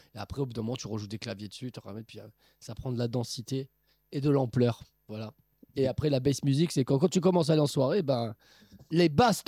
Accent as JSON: {"language": "French", "town": "Toulouse", "region": "Occitanie", "country": "France"}